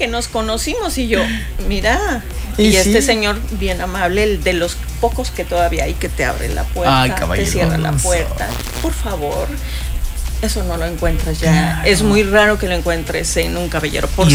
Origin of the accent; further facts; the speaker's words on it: Puebla, Mexico; moved away as an adult; now in Cancún, Mexico; Nosotros somos de Puebla, ya estamos aquí, ya tenemos 15 años aquí en Cancún, ya somos cancunenses.